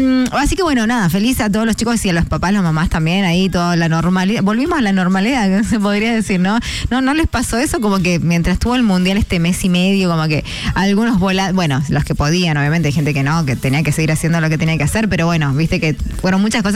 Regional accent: Argentina; como argentinos luchadores y resilientes que somos

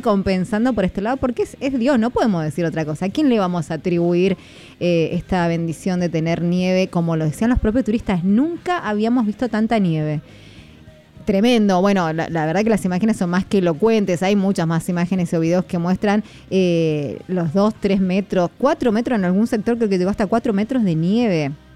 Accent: Mendoza, Argentina; como mendocinos que somos y anfitriones de esta linda tierra

